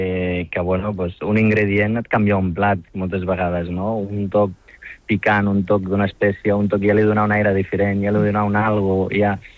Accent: Morocco; now in Tarragona, Spain; perquè jo vinc del Marroc, soc amasí

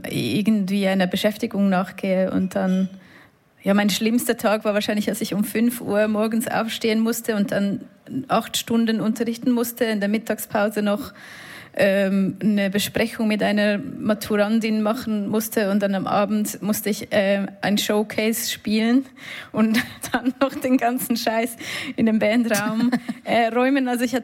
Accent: Switzerland; accent: Swiss German; weil ich Schweizerdeutsch spreche, man merkt es wahrscheinlich schon an meinem Akzent

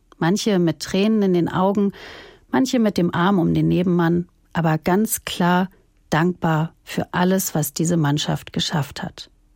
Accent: Hamburg, Germany; now in Dietzenbach, Germany; Nach einer kurzen Dortmund-Fanphase in meiner Kindheit war für mich als Hamburgerin schnell klar, Hamburg ist braun-weiß.

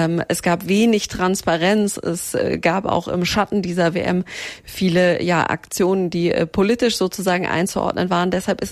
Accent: Germany; die mich auch gefragt haben, wo kommst du denn her? Habe ich gesagt, aus Deutschland

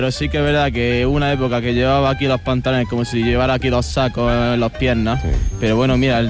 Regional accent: Granada, Andalusia, Spain; yo soy del equipo de mi ciudad, como debe ser todo el mundo. Yo soy del Granada Club de Fútbol

